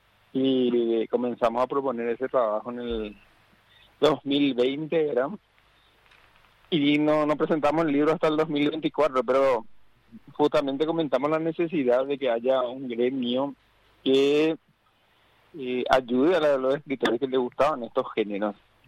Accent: Paraguay

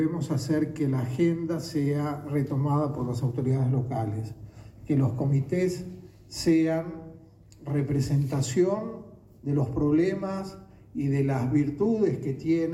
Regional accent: Santa Fe, Argentina; Lo digo como santafesino y no como porteño, que no lo soy.

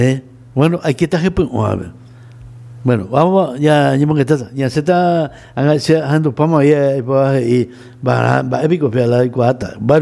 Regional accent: Paraguay; Yo vengo del Paraguay.

